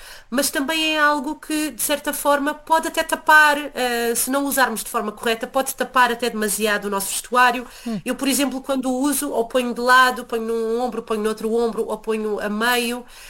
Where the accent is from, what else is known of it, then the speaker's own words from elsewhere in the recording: Vila Franca de Xira, Lisbon, Portugal; moved away as an adult; eu sou de Vila Franca de Xira, que fica a cerca de 20 quilómetros da capital.